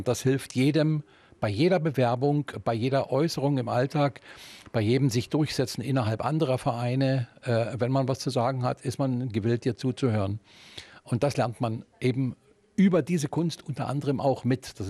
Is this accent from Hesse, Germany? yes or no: no; Görlitz, Saxony, Germany; born there; hergekommen, weil ich gebürtiger Görlitzer bin, aber ansonsten bin ich weit außerhalb natürlich ein Begriff für viele.